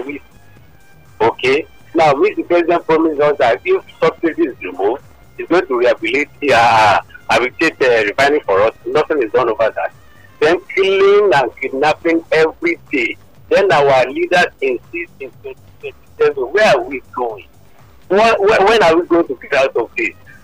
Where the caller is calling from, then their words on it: Aiso, Italy; from Aiso, Italy.